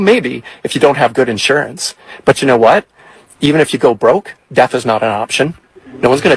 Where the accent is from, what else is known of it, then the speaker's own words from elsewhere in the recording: Canada; I can say that as a Canadian.